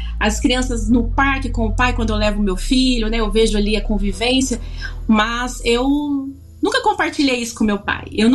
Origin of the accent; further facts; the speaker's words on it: Rio Maria, Pará, Brazil; eu sou do Pará, Rio Maria, Pará, então é uma cidade pequena, de interior.